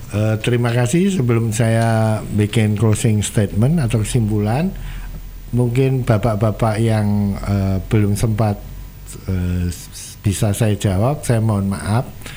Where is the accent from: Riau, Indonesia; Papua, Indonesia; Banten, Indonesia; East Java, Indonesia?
East Java, Indonesia; Nganjuk; Saya juga orang Nganjuk, Pak.